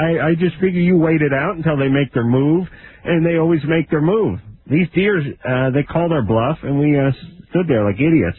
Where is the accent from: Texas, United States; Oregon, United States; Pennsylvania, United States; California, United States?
California, United States; North Hollywood; I grew up in North Hollywood, and someone said there was some sort of mandate when I was born.